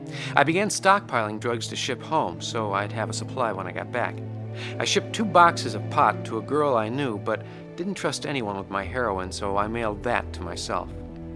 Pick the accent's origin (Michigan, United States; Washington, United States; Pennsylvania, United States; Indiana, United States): Michigan, United States; also born or lived in Barry County, Michigan; I grew up on Little Long Lake in Barry County, Michigan. Dad cleared the land and built the house himself, along with mother's help.